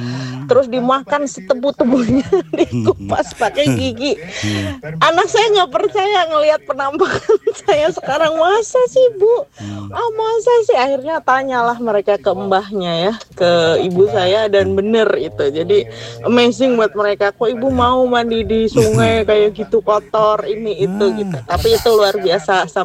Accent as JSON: {"language": "Indonesian", "town": "Petarukan", "region": "Central Java", "country": "Indonesia", "tie": "born or raised there", "moved": "yes", "said": "pengalaman SD saya tuh anak kampung di Petarukan Pemalang sana, dusun saya namanya Kebo Ijo. Saya sekolah di SD 5 Petarukan"}